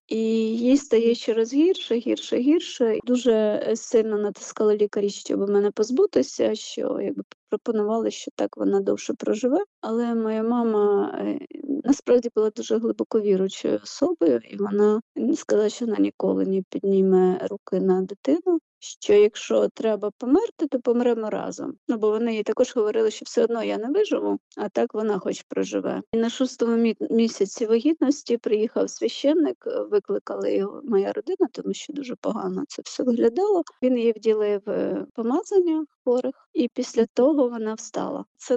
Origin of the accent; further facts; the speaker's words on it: Chornomorsk, Odesa Oblast, Ukraine; Я сама з Одеської області, це місто Іллічівськ. Раніше був, зараз його, на щастя, перейменували на Чорноморськ.